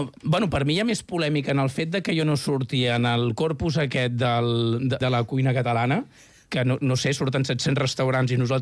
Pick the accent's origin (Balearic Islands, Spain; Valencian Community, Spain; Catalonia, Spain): Catalonia, Spain; Jo, després de la llet materna, vaig passar a consumir gazpacho. Jo sóc del Baix Llobregat.